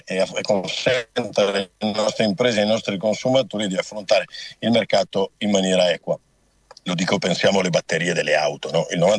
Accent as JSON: {"language": "Italian", "region": "Veneto", "country": "Italy", "said": "Io sono veneto"}